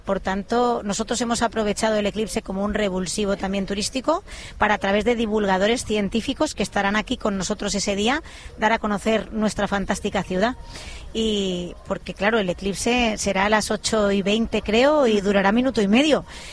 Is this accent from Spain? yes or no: yes; Castellón de la Plana, Valencian Community, Spain; Yo primero soy de Castellón y después del PP.